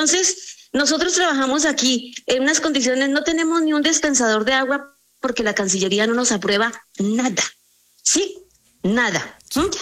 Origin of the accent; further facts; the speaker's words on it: Colombia; moved away; yo no soy una persona que tenía una actividad política en Colombia, porque salí hace 40 años de Colombia.